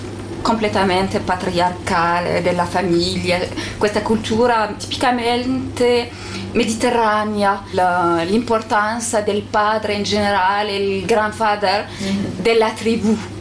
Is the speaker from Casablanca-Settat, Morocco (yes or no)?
no; Beni Mellal, Béni Mellal-Khénifra, Morocco; Italian is a second language; moved away as an adult; now in Tangier, Morocco; Sono originaria da Benimilella, nel fine del Medio Atlante e l'inizio del Grande. Sono arrivata qui in Tangeri nel 2017 per essere insegnante dell'arabo letterario.